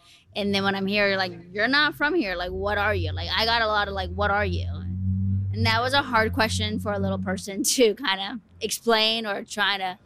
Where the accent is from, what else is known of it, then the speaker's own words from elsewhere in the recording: West Virginia, United States; also born or lived in Colombia; I was born in Colombia, raised in West Virginia